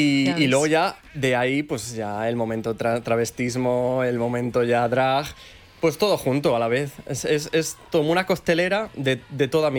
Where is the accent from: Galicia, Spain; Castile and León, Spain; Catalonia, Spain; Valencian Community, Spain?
Castile and León, Spain; Zamora; Yo soy de Zamora, es una ciudad pequeña de provincias. Entonces, claro, yo crezco en los 90